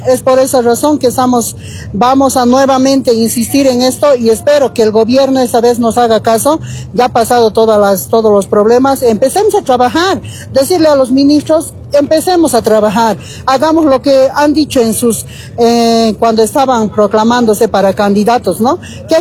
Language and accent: Spanish; Bolivia; Pienso que todos como bolivianos tenemos que tener conocimiento de que estamos pidiendo apoyo al gobierno